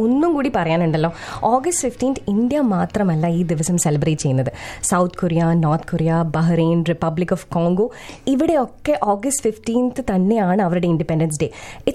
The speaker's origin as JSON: {"language": "Malayalam", "region": "Dubai", "country": "United Arab Emirates", "tie": "born or raised there", "said": "മേഘ, ഞാൻ ദുബായിലാണ് ജനിച്ച് വളർന്നതൊക്കെ. സോ അവിടെ സ്കൂളിലെ ഓർമ്മകൾ എനിക്ക് ഇപ്പോഴും ഉള്ളത്"}